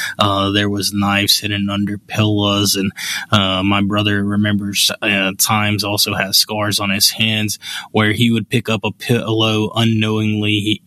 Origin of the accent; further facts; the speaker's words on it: Birmingham, Alabama, United States; so I grew up in West End in Birmingham, and if you know anything about that area, it was a place, it's a place that's not very safe, crime rates high, and just a dangerous area